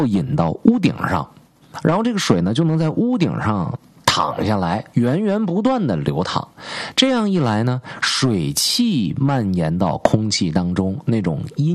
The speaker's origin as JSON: {"language": "Chinese", "region": "Northeast China", "country": "China", "tie": "born or raised there", "said": "我的老家东北"}